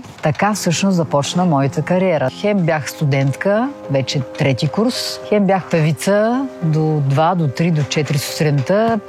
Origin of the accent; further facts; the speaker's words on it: Ruse, Ruse Province, Bulgaria; now in Sofia, Bulgaria; В моя роден град Русе, да. До 23 години съм там и след това дойдох в София.